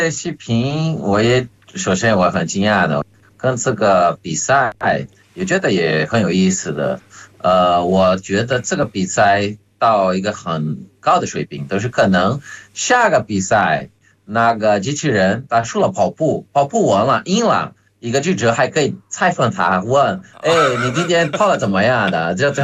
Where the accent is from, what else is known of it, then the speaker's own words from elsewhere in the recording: Recife, Pernambuco, Brazil; Chinese is a second language; moved away as an adult; now in Beijing, China; 在巴西呢，我老家叫雷西菲